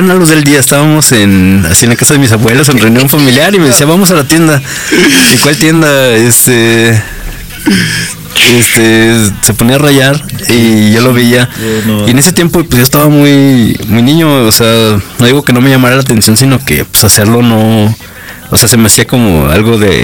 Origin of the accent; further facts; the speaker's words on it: Jesús María, Aguascalientes, Mexico; Yo soy de Jesús María, entonces veía mucho graffiti en el norte de Aguascalientes.